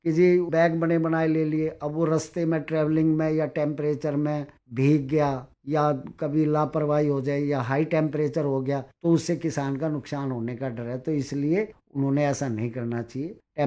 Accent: Delhi, India; मैं दिल्ली का रहने वाला हूँ तो यहाँ मैं बना नहीं सकता

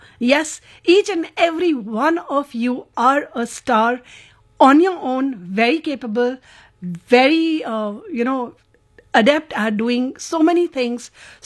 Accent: Tiruchirappalli, Tamil Nadu, India; from Trichy.

